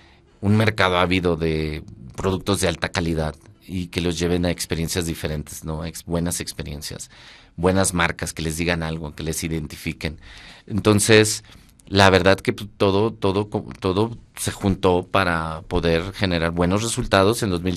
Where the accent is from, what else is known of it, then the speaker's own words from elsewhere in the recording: Mexico; aquí, de aquí soy. Aunque no sé nada de vino, ¿no? Como muchos mexicanos hoy día y en ese momento, ¿no?